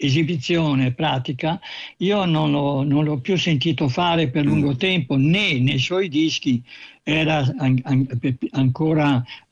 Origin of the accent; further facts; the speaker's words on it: Venice, Veneto, Italy; io veni da Venezia, perché io sono veneziano, son venuto al Lirico di Milano.